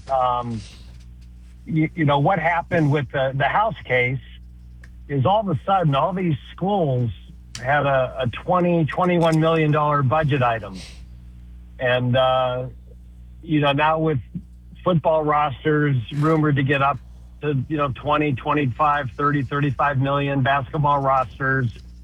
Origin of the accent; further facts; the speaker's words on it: Pennsylvania, United States; I grew up in Pennsylvania